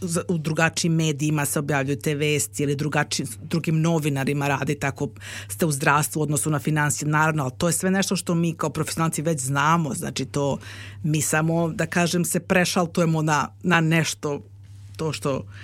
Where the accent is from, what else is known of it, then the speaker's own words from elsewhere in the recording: Belgrade, Serbia; ja sam odrasla u Brogledu na Petlom brdu, koga briga sad Petlom brdu, mislim, na kraj sveta